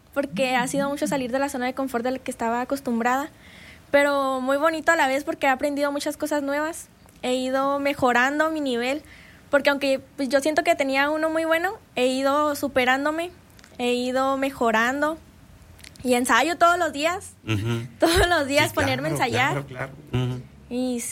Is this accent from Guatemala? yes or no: no; Mexico; es un peso muy grande tener que representar México